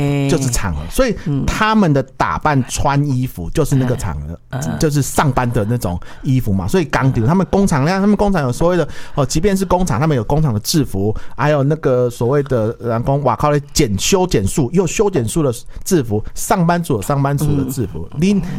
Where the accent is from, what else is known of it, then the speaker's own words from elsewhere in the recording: Taiwan; 我们台湾人